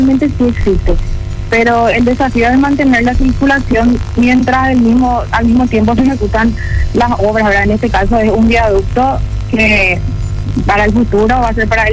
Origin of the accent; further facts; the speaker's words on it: Luque, Central, Paraguay; Sí, yo también soy de Luque.